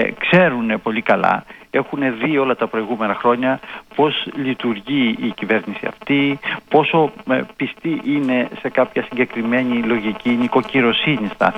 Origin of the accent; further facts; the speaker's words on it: Greece; ως Έλληνας πολίτης τώρα μιλώντας